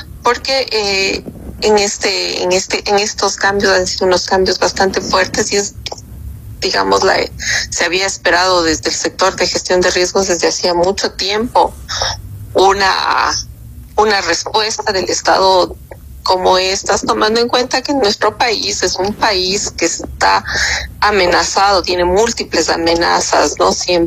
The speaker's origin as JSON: {"language": "Spanish", "country": "Ecuador", "said": "es la hora en la que nosotros tenemos que empezar a ver como ecuatorianos"}